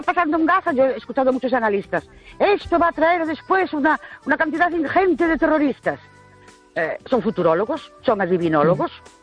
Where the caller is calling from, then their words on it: Ourense, Galicia, Spain; Hola. Buenas noches … de Ourense.